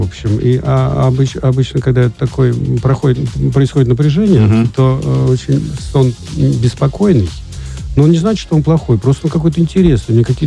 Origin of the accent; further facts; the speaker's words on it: Krasnodar, Krasnodar Krai, Russia; also born or lived in Perm / Orenburg / Maykop; Родился я в Перми, потом жил в Оренбурге, в Майкопе, потом школу заканчивал в Краснодаре.